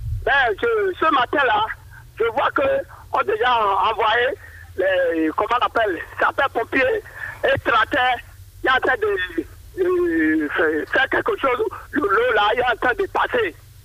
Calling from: Abomey-Calavi, Atlantique, Benin; je suis à Boumé-Calabi, ici.

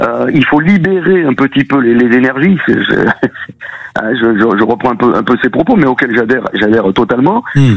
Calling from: Nouvelle-Aquitaine, France; Au Laurent, dans le Béarn.

